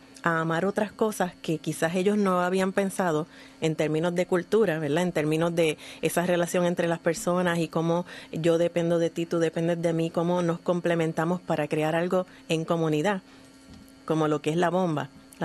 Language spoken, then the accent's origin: Spanish; San Juan, Puerto Rico; now in Carolina, Puerto Rico; yo soy, me crié en Santurce, en Villa Palmera, estudié prácticamente toda mi vida estudiantil por allá, excepto los últimos años, siempre he vivido en Carolina. Pero toda mi familia es de Villa Palmera y pues yo estudié por allá todo el tiempo.